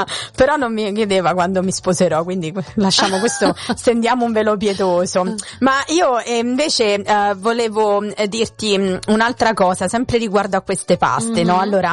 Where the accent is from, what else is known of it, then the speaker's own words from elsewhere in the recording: Rome, Lazio, Italy; io vengo da Roma